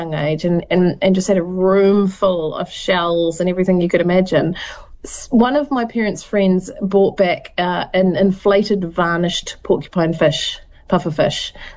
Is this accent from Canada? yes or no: no; Southland, New Zealand; And you're right, I am from Southland, and I've lost my accent over the years, but when I go back to Southland, it comes back.